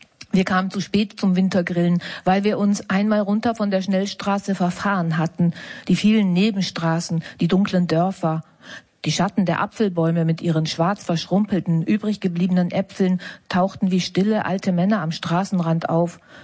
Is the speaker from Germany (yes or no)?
yes; East Germany, Germany; wir sind eigentlich auch aus der DDR ursprünglich und so.